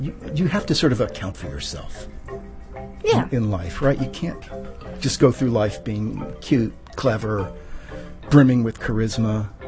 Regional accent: Hoboken, New Jersey, United States; a lot of 19th century baseball was played in my hometown of Hoboken.

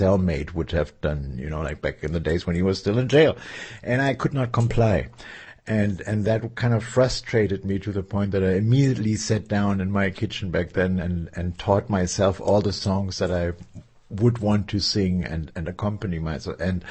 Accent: Berlin, Germany; English is a second language; I was born in the now not existing anymore city of West Berlin, and I was born in the in the American sector in Neukölln.

